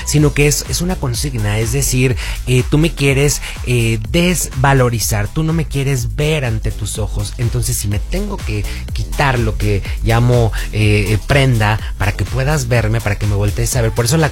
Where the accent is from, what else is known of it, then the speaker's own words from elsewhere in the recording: Mexico; Somos mexicanos y estamos orgullosos de que nuestra selección